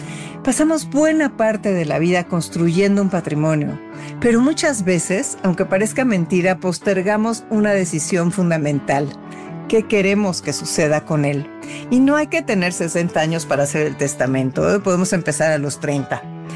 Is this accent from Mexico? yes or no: yes; Mexico